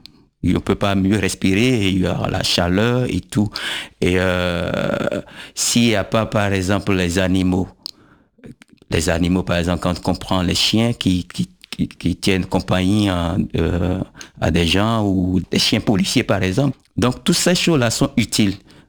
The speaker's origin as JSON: {"language": "French", "town": "Abomey", "region": "Zou", "country": "Benin", "tie": "born or raised there"}